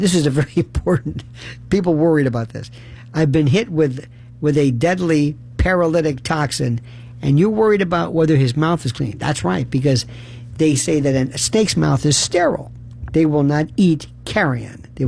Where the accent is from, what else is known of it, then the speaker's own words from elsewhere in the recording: Florida, United States; I was raised in Florida. I think I was in the water five times, six times.